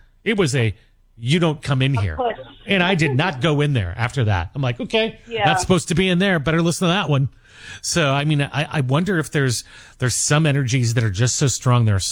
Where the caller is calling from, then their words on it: Arizona, United States; The show emanates from Los Angeles, but I am currently in a studio in a basement in Arizona.